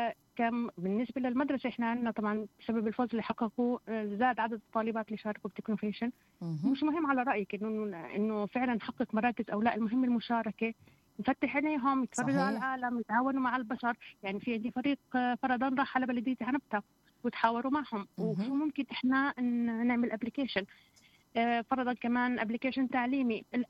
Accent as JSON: {"language": "Arabic", "country": "Palestine", "said": "إحنا كفلسطينيين شعب بنحب الحياة"}